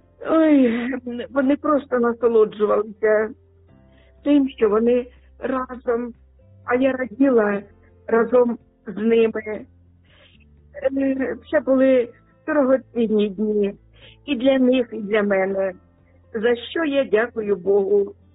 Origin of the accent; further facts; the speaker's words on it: Sumy, Sumy Oblast, Ukraine; moved away as an adult; now in Denmark; яка погода там у моєму рідному місті Суми.